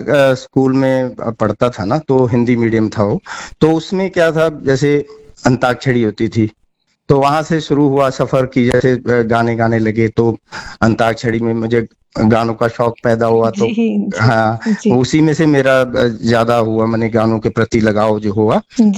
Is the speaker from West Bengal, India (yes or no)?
yes; Kolkata, West Bengal, India; born there; तो मेरा जन्म कोलकाता में हुआ था जी, सन 1969 में।